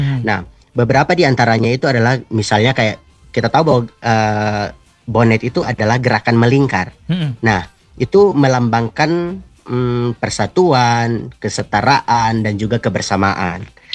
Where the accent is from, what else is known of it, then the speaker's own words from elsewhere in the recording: Amanuban, East Nusa Tenggara, Indonesia; karena saya ini orang Amanuban.